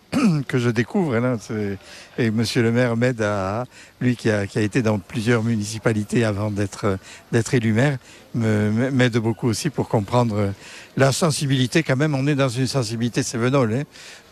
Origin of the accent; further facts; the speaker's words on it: Montpellier, Occitanie, France; also born or lived in Lyon / Bamako, Mali; Moi, je suis de Montpellier, j'ai grandi à Montpellier, la faculté à Montpellier, puis ensuite Lyon pour la faculté de théologie.